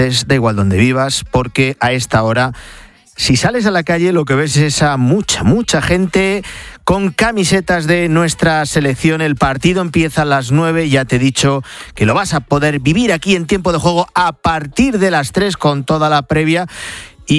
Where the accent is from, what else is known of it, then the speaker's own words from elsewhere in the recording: Spain; Soy español.